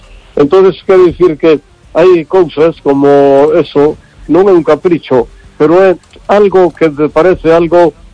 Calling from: Vigo, Galicia, Spain

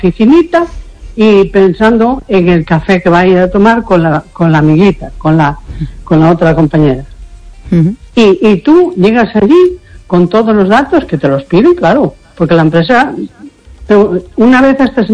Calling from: A Coruña, Galicia, Spain; de la Coruña.

